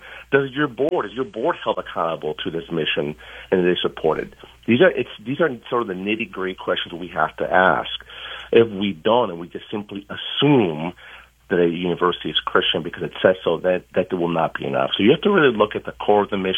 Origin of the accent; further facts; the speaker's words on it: Rochester, New York, United States; moved away as an adult; I grew up in Rochester, New York.